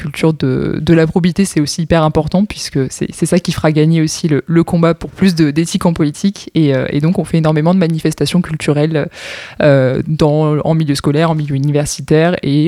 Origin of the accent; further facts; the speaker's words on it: Provence-Alpes-Côte d'Azur, France; j'ai 26 ans, je suis originaire des Bouches-du-Rhône